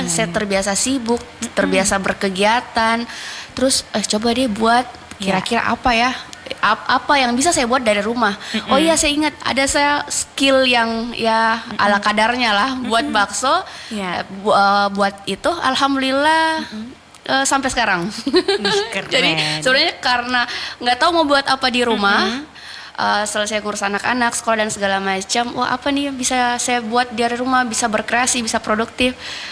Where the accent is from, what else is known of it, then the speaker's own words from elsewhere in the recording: Sulawesi, Indonesia; Jadi sebenarnya saya bilang, sebenarnya saya orang Sulawesi asli. Sebenarnya orang Sulawesi saya. Bapak Bugis, Mama Makassar.